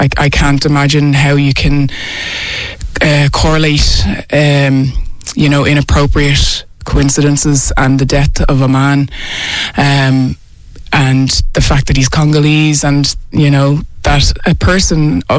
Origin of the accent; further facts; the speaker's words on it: Bray, Leinster, Ireland; accent: Irish; I sound Irish. I believe behave like an Irish person. I'm born and raised here in the 80s myself by an Irish mom. I grew up here, was educated here, played for my country across the world